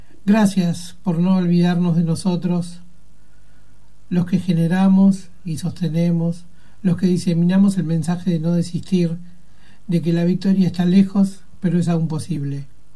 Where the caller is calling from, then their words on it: Buenos Aires, Argentina; desde Parque Chas, Cava.